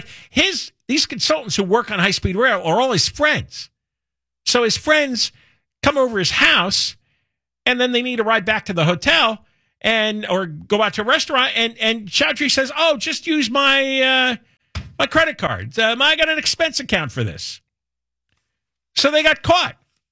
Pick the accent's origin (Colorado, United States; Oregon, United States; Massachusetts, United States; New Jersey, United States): New Jersey, United States; Now, I've mentioned before, I grew up in New Jersey and watched New York City media.